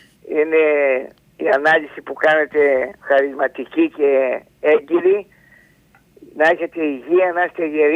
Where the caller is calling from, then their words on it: Karystos, Central Greece, Greece; από την Κάριστο.